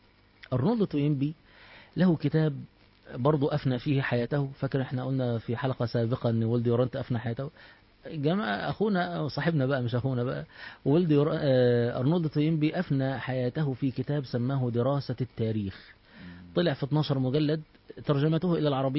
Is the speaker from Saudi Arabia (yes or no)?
no; Egypt; يعني احنا عندنا في مصر